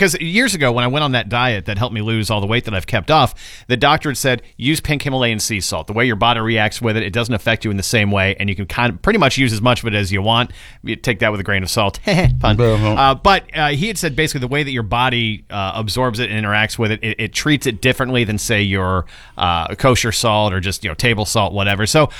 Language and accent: English; United States; I'm an American